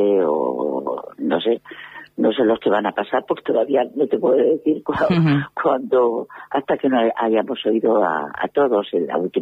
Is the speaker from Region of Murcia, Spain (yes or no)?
no; Linares, Andalusia, Spain; moved away; Linares lo llevo en mi alma y en mi corazón, o sea que yo soy de Linares y soy linarense por encima de todo. Pero aparte de eso, bueno, pues me encanta la ciudad, tengo aquí familia todavía